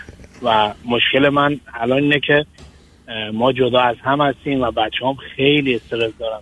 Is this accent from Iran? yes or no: yes; Iran; also born or lived in Afghanistan; now in United States; من درسم رو تو ایران هم خوندم، تو افغانستان هم خوندم. من واقعا ما اهل افغانستان هستیم ولی من بزرگ شده ایران هستم.